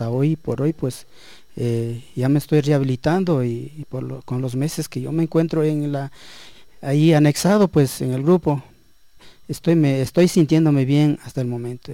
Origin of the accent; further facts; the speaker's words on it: Tungurahua, Ecuador; De la provincia de Tungurahua.